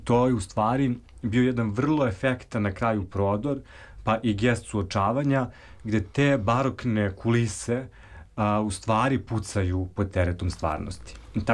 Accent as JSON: {"language": "Serbian", "country": "Serbia", "said": "Odakle ste, ja kad sam rekao Srbija, on je zastao"}